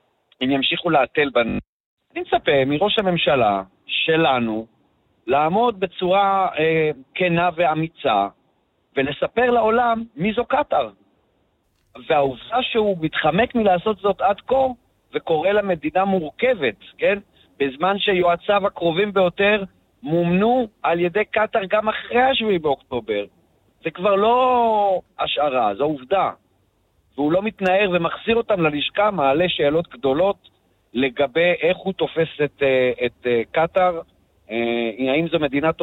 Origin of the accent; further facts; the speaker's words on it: Northern Israel, Israel; אצלנו בצפון